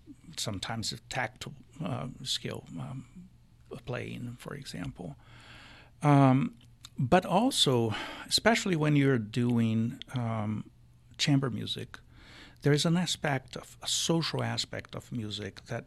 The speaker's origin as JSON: {"language": "English", "country": "Brazil", "tie": "born or raised there", "moved": "as an adult", "said": "Right after college, I moved back to my hometown, which is right in the middle of the Brazil, close to the Amazon."}